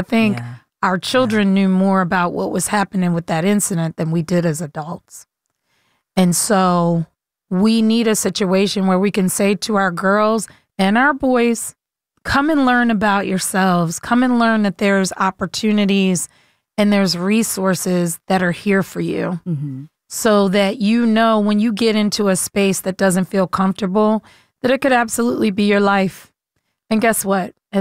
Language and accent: English; Baltimore, Maryland, United States; I grew up in Baltimore.